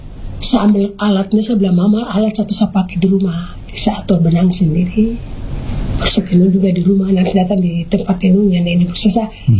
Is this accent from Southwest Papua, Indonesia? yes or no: yes; Southwest Papua, Indonesia; Karena itu kain utama untuk kami orang Mebrat.